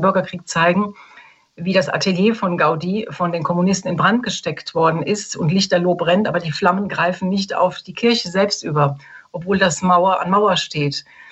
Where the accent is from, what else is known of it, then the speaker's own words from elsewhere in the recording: Germany; Man kann sich das als Deutscher gar nicht vorstellen, wie entschlossen die Leute sind, hier ein Fest zu feiern